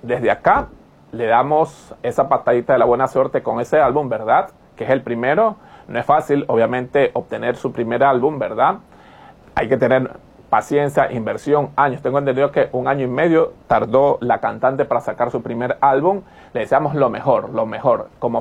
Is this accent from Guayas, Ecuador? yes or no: yes; Guayaquil, Guayas, Ecuador; como guayaquileños que comemos comida de la sierra y nos encanta